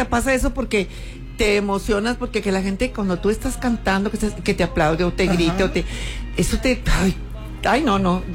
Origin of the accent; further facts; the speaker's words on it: Mexico; somos mexicanos